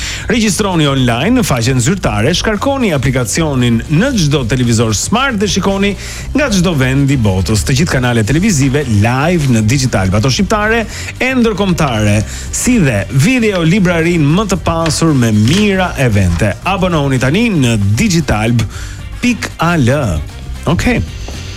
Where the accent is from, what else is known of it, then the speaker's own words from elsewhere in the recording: Tepelenë, Gjirokastër County, Albania; Po unë jam nga Tepelena